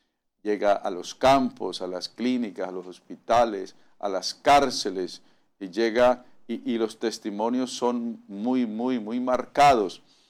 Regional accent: Cúcuta, Norte de Santander, Colombia; Y yo, pues, soy de Guaymaral.

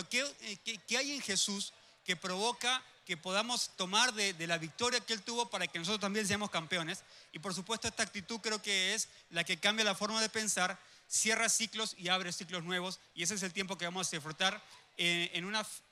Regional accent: Argentina; moved away as an adult; Eso de venir de Argentina, ya fue, pues, hace 7 años estoy acá, creo que vengo desde Ceiba 2 en realidad hasta Pinos.

